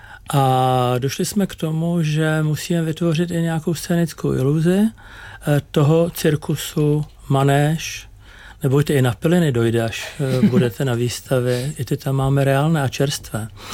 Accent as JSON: {"language": "Czech", "region": "Prague", "country": "Czechia", "tie": "born or raised there", "said": "Já jsem kluk z Letné. Na Letné byly dva fenomény, cirkusy a Sparta."}